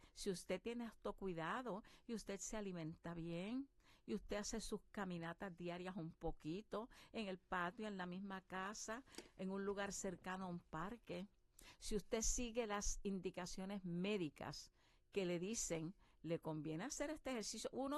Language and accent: Spanish; San Sebastián, Puerto Rico; El Festival de la Hamaca en San Sebastián, mi pueblo natal, es precioso.